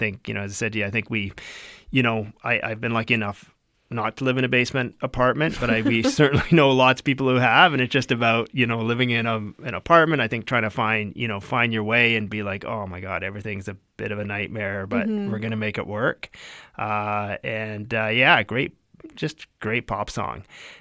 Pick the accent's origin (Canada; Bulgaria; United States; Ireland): Canada; Winnipeg, Manitoba; growing up in Winnipeg